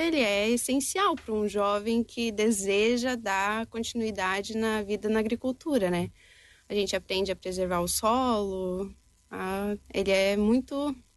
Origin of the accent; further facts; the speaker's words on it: Petrolândia, Pernambuco, Brazil; eu tenho 28 anos, sou do município de Petrolândia.